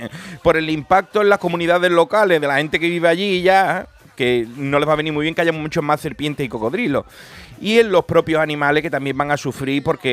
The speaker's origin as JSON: {"language": "Spanish", "town": "Cádiz", "region": "Andalusia", "country": "Spain", "moved": "yes", "lives_now": "Madrid, Spain", "said": "yo soy un emigrante que vine de Cádiz a Madrid. Yo emigré de Cádiz a Madrid."}